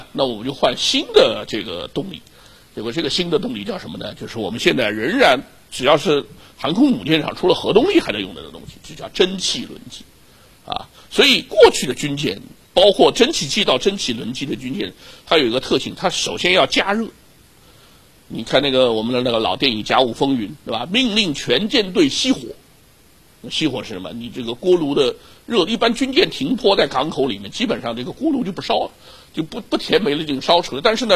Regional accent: Shanghai, China; 我们上海话叫火头绑踢湖北

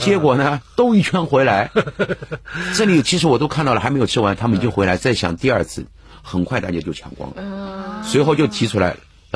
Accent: Shanghai, China; 阿拉上海人讲个濑湖面

